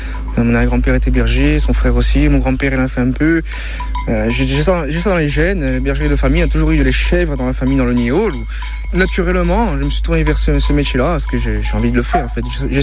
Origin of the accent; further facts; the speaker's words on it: Corsica, France; ce savoir-faire-là, qui est pour nous très important chez nous en Corse, ancestral, c'est de famille.